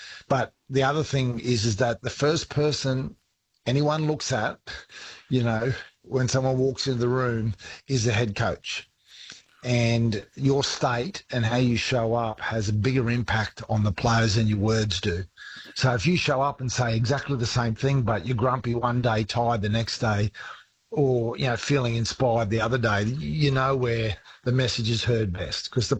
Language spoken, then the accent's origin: English; Queensland, Australia; I'm a Queenslander.